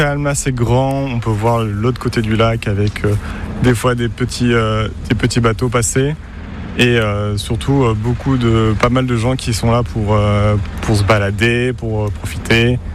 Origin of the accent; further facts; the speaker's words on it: Bordeaux, Nouvelle-Aquitaine, France; de Bordeaux et mon coin de paradis, c'est le lac de Bombane.